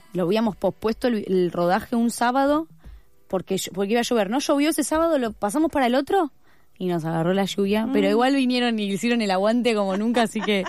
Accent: Argentina; soy argentina

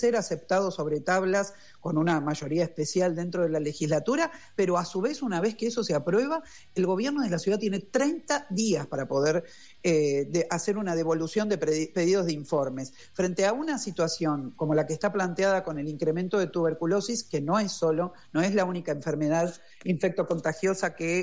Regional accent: Buenos Aires, Argentina

